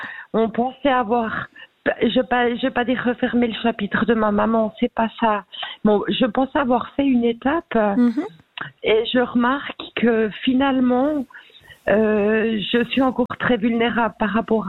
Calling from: Baden, Aargau, Switzerland; De la région d'Argovie.

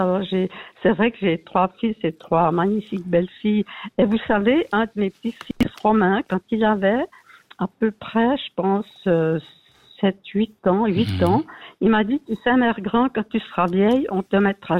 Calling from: Leysin, Vaud, Switzerland; moi, j'habite à Lesin depuis passé 60 ans.

